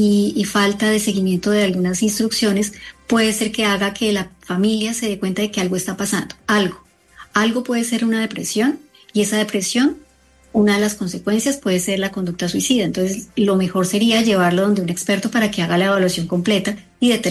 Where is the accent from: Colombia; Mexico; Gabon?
Colombia; nosotros como colombianos y como latinoamericanos en general